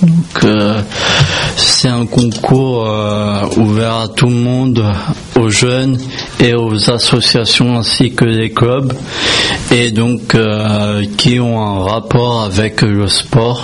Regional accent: Normandy, France; moved away as an adult; now in Val-d'Oise, France; Alors, je suis né dans le Val d'Oise, mais j'ai grandi de ma naissance jusqu'à mes 18 ans en Normandie. Et après, j'ai changé, je suis parti en 78

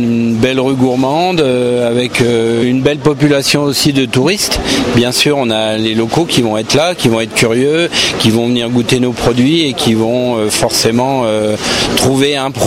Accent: Troyes, Grand Est, France; donc je suis originaire de Troyes.

